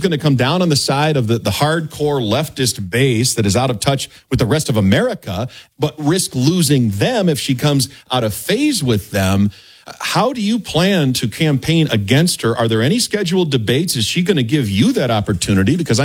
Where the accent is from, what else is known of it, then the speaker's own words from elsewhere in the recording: Michigan, United States; now in Colorado, United States; We've seen a lot of Democrats for Mike Rogers ads and signs coming out of my home state of Michigan.